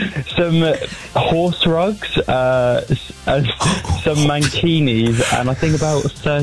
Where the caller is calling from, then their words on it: Ascot, South East England, United Kingdom; we are from Ascot